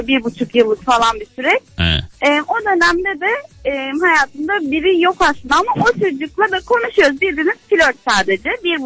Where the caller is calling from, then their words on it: Ankara, Turkey; Ankara'dan arıyorum.